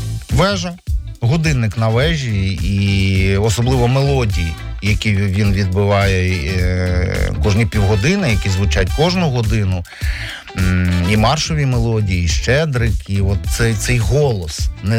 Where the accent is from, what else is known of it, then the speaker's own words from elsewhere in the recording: Vinnytsia, Vinnytsia Oblast, Ukraine; я з Вінниці. І за цим я з Вінниці, от в мене стоїть багато чого, починаючи із місця народження, там становлення